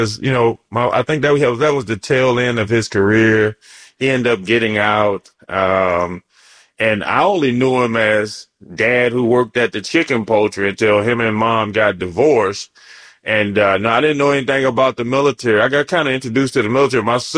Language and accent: English; Alexandria, Louisiana, United States; Alexandria, Louisiana. Yeah. My father was the Air Force, so he was stationed there. So I grew up in Alexandria.